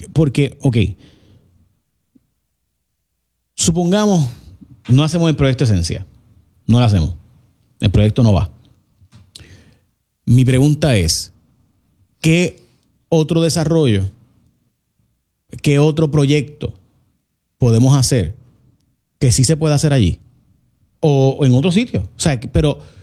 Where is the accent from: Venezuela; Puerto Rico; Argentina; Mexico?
Puerto Rico; Hoy estoy desde Guaynabo, Puerto Rico